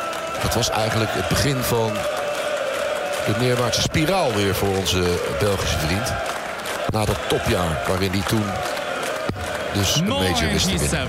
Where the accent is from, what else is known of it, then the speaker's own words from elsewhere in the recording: Rotterdam, South Holland, Netherlands; ik ben een echte Rotterdammer, geboren, getogen, Henegouwelaan.